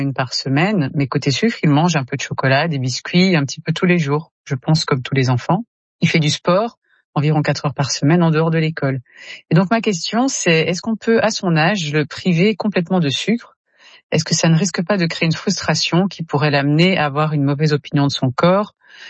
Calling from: Réunion; je vous appelle depuis la Réunion.

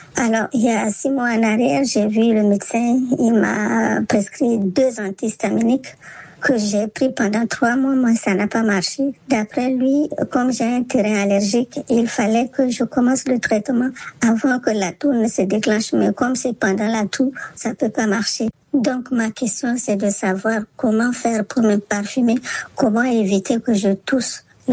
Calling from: Bordeaux, Nouvelle-Aquitaine, France; je vis à Bordeaux en France. J'ai 68 ans.

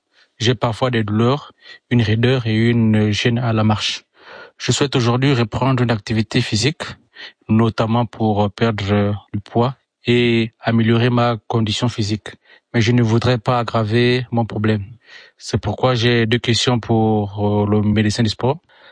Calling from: Port-Gentil, Ogooué-Maritime, Gabon; J'ai 42 ans et je vis à Port-Gentil, au Gabon.

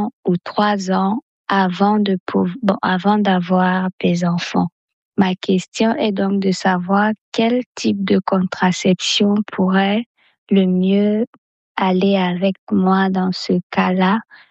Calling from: N'Djamena, Chad; J'ai 23 ans. Je suis à Djamena au Tchad.

